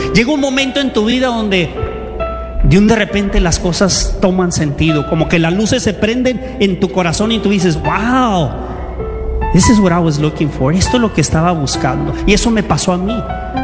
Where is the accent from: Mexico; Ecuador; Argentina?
Mexico; also born or lived in United States; Yo, siendo un joven de 7, 8 años que crecí en México y aquí, y en un momento mi rompecabezas estaba por el suelo, no sabía si era mexicano o americano